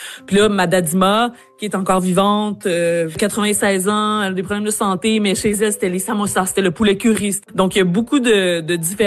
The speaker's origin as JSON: {"language": "French", "town": "Ascot Corner", "region": "Quebec", "country": "Canada", "also_born_or_lived": "Madagascar / India", "said": "moi, je viens de Ascot Corner, je viens de Majenga à Madagascar, je viens de Bejuka en Inde, puis je me retrouve en Madagascar"}